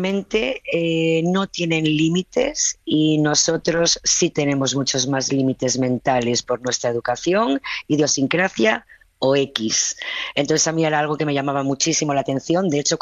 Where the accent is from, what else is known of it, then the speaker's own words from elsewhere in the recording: Asturias, Spain; Bueno, para mí sí, porque yo soy asturiana pequeñita y como que me parecía bastante alto.